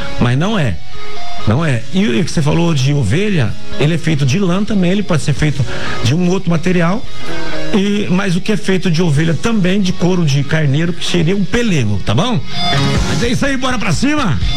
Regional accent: Campo Grande, Mato Grosso do Sul, Brazil; born there; Aero Rancho, minha terrinha

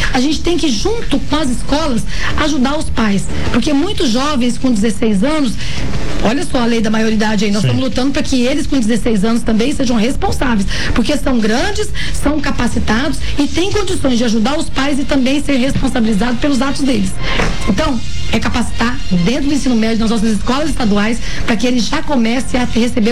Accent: Brazil; born there; Morei na Coab, sou a Coab que tá me escutando aqui, estudei no Tia Olívia. Eu sou uma mulher que eu venho de baixo

